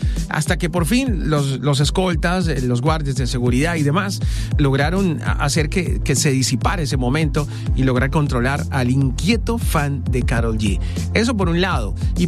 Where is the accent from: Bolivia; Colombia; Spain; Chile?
Colombia; Al final, somos colombianos.